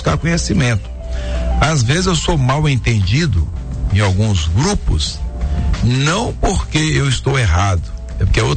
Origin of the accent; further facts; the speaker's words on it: Timóteo, Minas Gerais, Brazil; Nasci em Timóteo, em 1963, né?